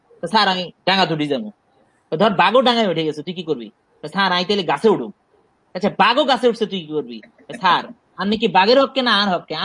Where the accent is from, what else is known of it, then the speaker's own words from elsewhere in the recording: Dhaka, Dhaka Division, Bangladesh; আমার বাবা মা লক্ষ্মীপুরে বড় হয়েছে, লক্ষ্মীপুর আমাকে আমার বাবা মা উপহার দিয়েছে। আমি আসলে ঢাকাতেই বড় হয়েছি